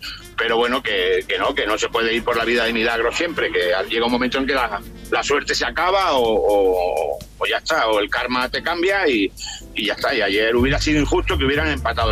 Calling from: Jaén, Andalusia, Spain; yo soy de Jaén y me tocó verlo aquí

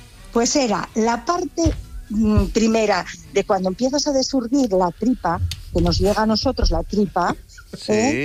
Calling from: Pola de Siero, Asturias, Spain; yo trabajé en el Ayuntamiento de Siero, soy de Pola de Siero, en Asturias.

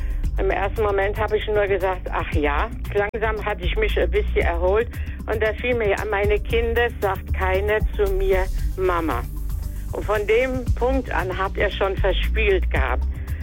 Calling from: Rhineland-Palatinate, Germany; Ich komme aus Schwonheim bei Bad Kreuznach.

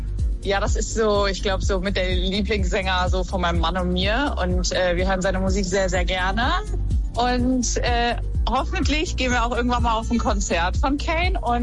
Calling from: Bochum, North Rhine-Westphalia, Germany; Aus Bochum.

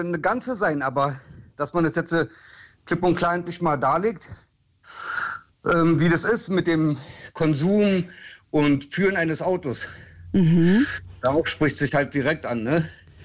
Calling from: Berlin, Germany; ich bin Berliner, also mein Vater kommt aus dem Irak

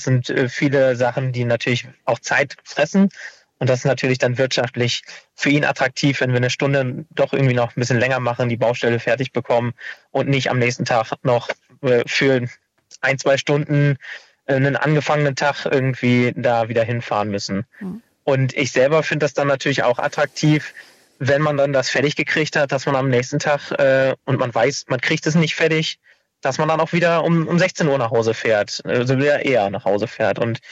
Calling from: Bad Laer, Lower Saxony, Germany

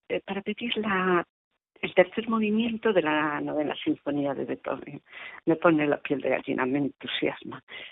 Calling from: Lugo, Galicia, Spain

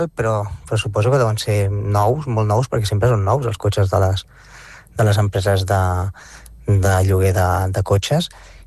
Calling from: Barcelona, Catalonia, Spain; sóc de Barcelona

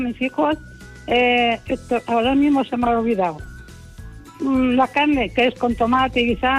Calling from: Olías del Rey, Castilla-La Mancha, Spain; somos de aquí, de Olivier del Rey.

